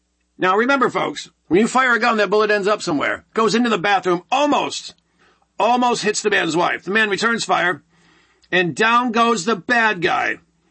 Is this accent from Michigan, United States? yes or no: yes; Michigan, United States; in my home state.